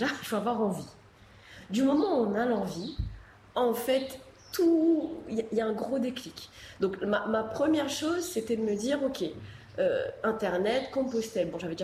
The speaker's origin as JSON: {"language": "French", "region": "Réunion", "country": "France", "said": "Et je me suis dit, non, moi je suis française, et en plus de la Réunion"}